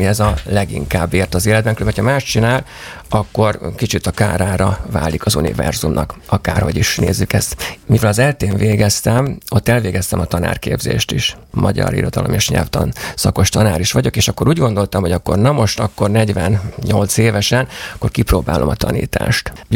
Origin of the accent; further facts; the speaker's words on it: Abony, Pest, Hungary; moved away; Én Abonyból származom, az egy alföldi, akkor nagyközség volt, most már város. Most is nagyon jó a kapcsolatom a városra, sokat visszajárok